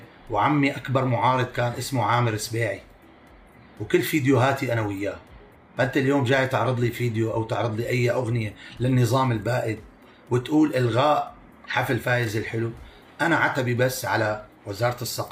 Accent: Syria; لانه كلياتنا احنا سوريين وتعذبنا وتغربنا برات بلادنا، واليوم احنا راجعين بنقول سوريا تشرق من جديد

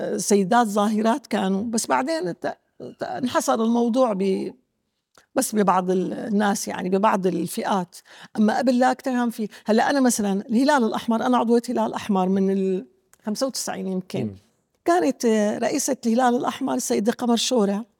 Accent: Syria; رجعت الفرحة لقلبنا أنه نحن سوريين

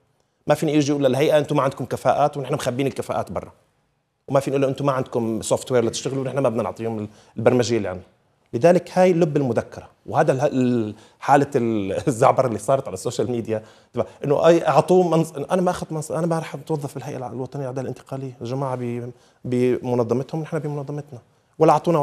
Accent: Syria; من عقولنا جميعا كسوريين.

